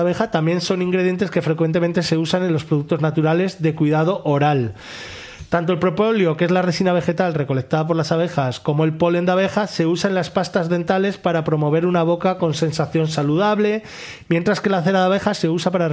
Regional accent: La Rioja, Spain; porque en La Rioja, de donde soy yo, había un restaurante vegano.

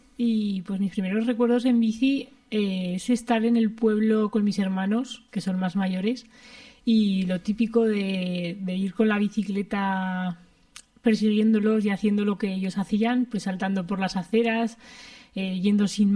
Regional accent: Alfamén, Aragon, Spain; fuimos a la Virgen de Lagunas, que es un sitio de allí cerca de mi pueblo, de Alfamén

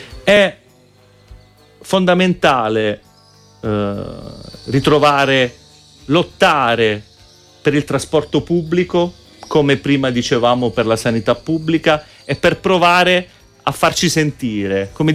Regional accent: Montegiordano, Calabria, Italy; vengo da Montegiordano

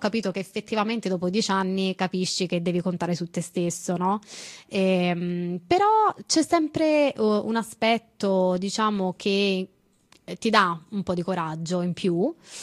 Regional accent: Calabria, Italy; born there; now in Prato, Italy

